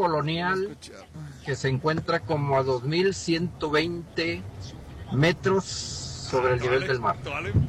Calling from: Chiapas, Mexico; como buen chiapaneco que soy

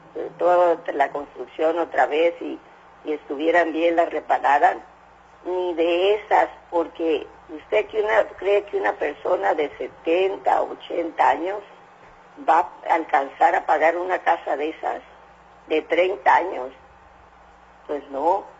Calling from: Mexicali, Baja California, Mexico; tengo mucho pendiente de aquí de Baja California, porque aquí yo vivo en Mexicali

